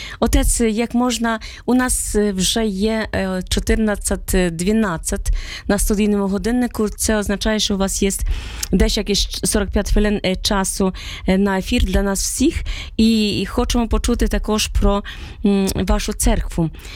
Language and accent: Ukrainian; Poland; Ukrainian is a second language; moved away as an adult; now in Ukraine; Я з Польщі не сказала, що 34 роки в Україні